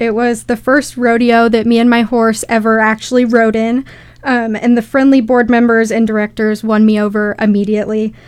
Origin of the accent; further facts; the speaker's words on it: Athena, Oregon, United States; I am from Athena, Oregon.